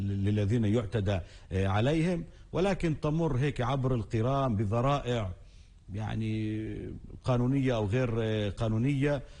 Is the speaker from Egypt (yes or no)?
no; Palestine; وهذا شيء نرفضه كفلسطينيين بالطبع.